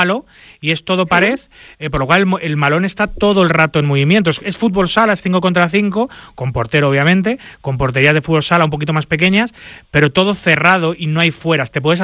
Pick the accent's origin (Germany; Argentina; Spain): Spain; yo soy español, aquí quieres que te gane, ¿no?